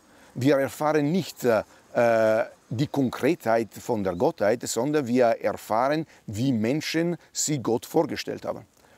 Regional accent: Italy; German is a second language; also born or lived in Austria; now in Germany; Also ich bin Italiener, wohne aber in Deutschland, arbeite in Deutschland, bin in Österreich sozialisiert

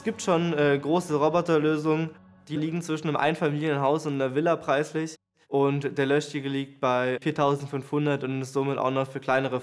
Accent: Andernach, Rhineland-Palatinate, Germany; Ich komme aus Andernach im schönen Rheinland-Pfalz und bin dort seit fast 10 Jahren ehrenamtlich bei der DLRG tätig.

